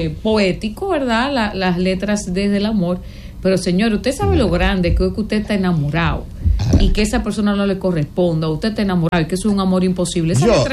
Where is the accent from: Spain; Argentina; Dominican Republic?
Dominican Republic; yo soy muy dominicana hasta la tambora